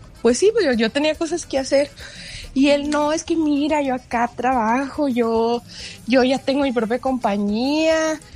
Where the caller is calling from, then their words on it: Chihuahua, Mexico; Somos de Chihuahua.